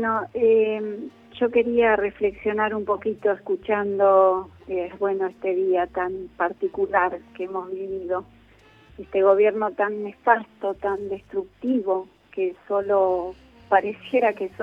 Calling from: Haedo, Buenos Aires Province, Argentina

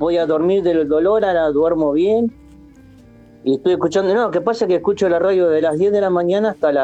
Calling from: Buenos Aires, Argentina; De Villa del Parque.

